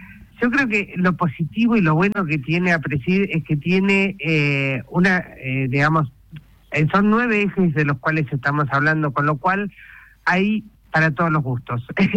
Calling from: Buenos Aires Province, Argentina; yo no soy cordobesa, estoy en el sur de la provincia de Buenos Aires, en el sudoeste más específicamente

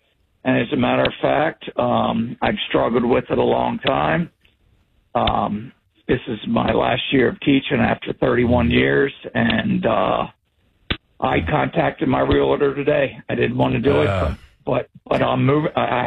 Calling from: Baltimore, Maryland, United States; in the Patterson Park area where I live

